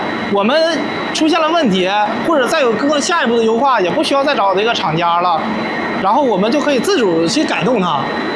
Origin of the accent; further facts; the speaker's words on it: China; 我们中国人还是比较大方的，这个是直接告诉他们跟他们交流之后